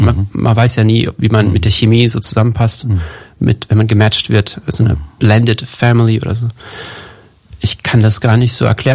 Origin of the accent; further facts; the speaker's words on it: Romania; moved away; also born or lived in Lörrach, Germany / Basel, Switzerland; Genau, also wir kommen aus Rumänien. Wir haben den Hintergrund dort